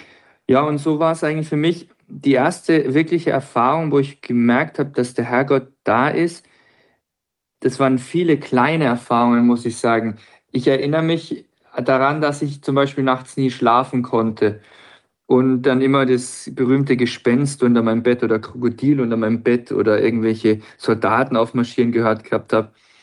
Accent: Bayreuth, Bavaria, Germany; bin jetzt 33, so alt wie Jesus, der Überlieferung nach war. Das heißt, jetzt geht's abwärts. Ich bin geboren in Bayreuth im schönen Frankenland, bin dort aufgewachsen in einem kleinen Kaff, ich glaube 200 Seelen, ich weiß gar nicht wie viel, mehr Kühe als Leute damals noch.

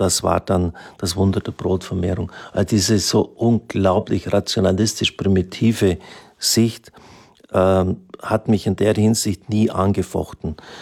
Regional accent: Bavaria, Germany; Maria Vesperbild würde ich tatsächlich so unterstreichen. Das ist ungefähr 15 Kilometer von dem Ort, wo ich aufgewachsen bin, entfernt.

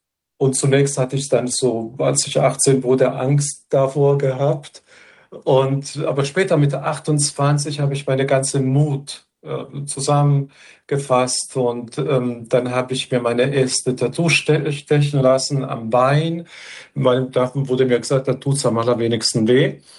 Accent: Bosnia & Herzegovina; Und wenn ich mich an Bosnien, an meine Kindheit bis zu me

